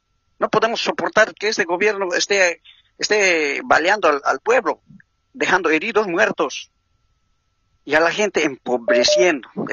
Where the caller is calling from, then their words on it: Cochabamba, Bolivia; desde aquí, Cochabamba